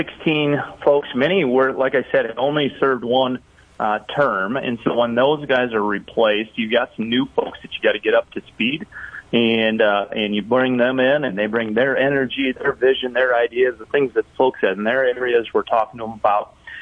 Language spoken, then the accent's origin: English; Arlington, South Dakota, United States; now in Madison, United States; You know, I grew up in Arlington. I live in Madison. These are safe communities. Growing up, we left our, you know, keys in the pickup and our front doors unlocked. That's the type of South Dakota I think that we all love